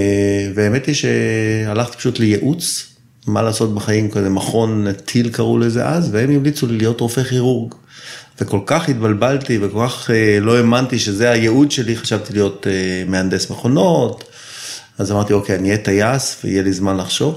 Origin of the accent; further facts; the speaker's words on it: Tel Aviv, Tel Aviv District, Israel; now in Zikhron Ya'akov, Israel; אני תל אביבי במקור, גר היום בזיכון, בן 56